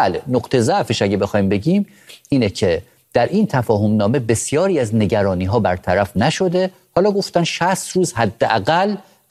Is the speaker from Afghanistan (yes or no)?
no; Iran